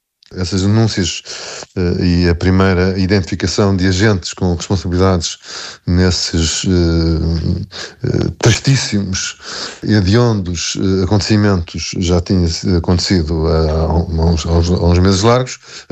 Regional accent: Portugal

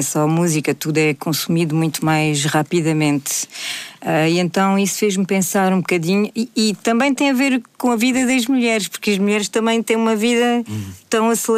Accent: France; Logo eu que vim de França, uhum. não é? E que de repente pego na língua portuguesa

